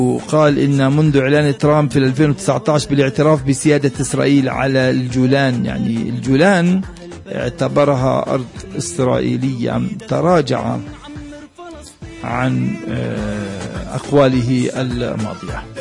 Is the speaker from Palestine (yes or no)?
yes; West Bank, Palestine; عندنا في الضفة الغربية